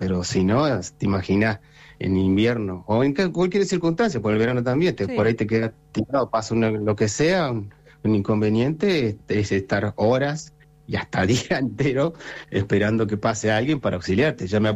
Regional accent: Cholila, Chubut, Argentina; moved away as an adult; now in El Escorial, Argentina; Yo soy de Cholila, soy nativo de Cholila, y así que sé lo que es en la ruralidad

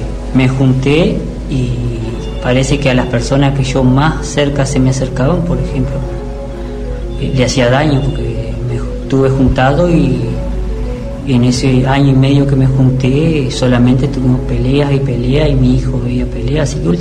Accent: Alvear, Corrientes, Argentina; soy de Alvear.

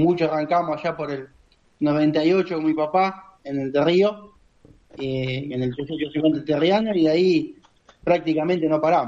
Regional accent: Rosario del Tala, Entre Ríos, Argentina; born there; now in Buenos Aires, Argentina; yo soy allá, nací en Rosario del Tala

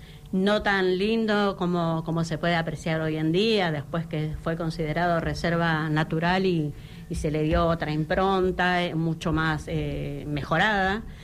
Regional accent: Trelew, Chubut, Argentina; Nací en Trelew y me crié desde muy chiquita en Barrio La Laguna. Ahí estaba mi familia, que mi padre venía desde Gangán, mi mamá desde el Telsen, se conocen en Madryn

